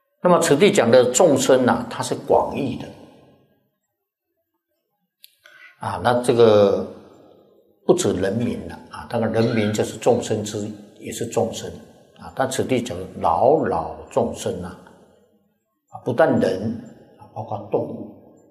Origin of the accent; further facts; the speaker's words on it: Taiwan; 我们是台湾来的啊，带些钱啊，在这边啊，哎呀，蛮好用的啊。